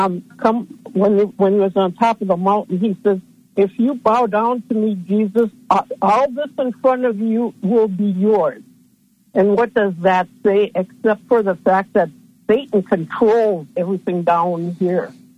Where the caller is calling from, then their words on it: Wisconsin, United States; from Wisconsin.